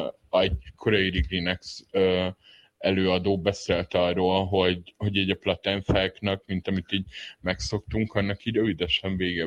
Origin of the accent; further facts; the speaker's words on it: Southern Transdanubia, Hungary; Vagy hogy az én gyerekkoromban még én a Dél-Dunántúlon nőttem fel, és a horgásztó biznisz, ez egy ilyen borzasztóan nagy biznisz volt